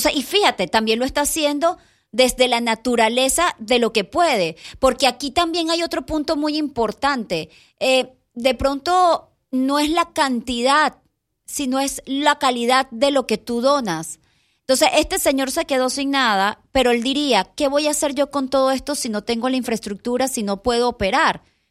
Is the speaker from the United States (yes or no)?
no; Venezuela; moved away; los que somos venezolanos venimos golpeados desde junio porque a pesar de que estábamos fuera, era vivirlo como que si estabas adentro.